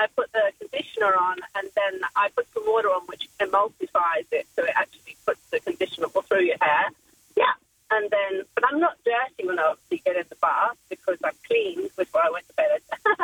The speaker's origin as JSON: {"language": "English", "region": "England", "country": "United Kingdom", "said": "I'm from England."}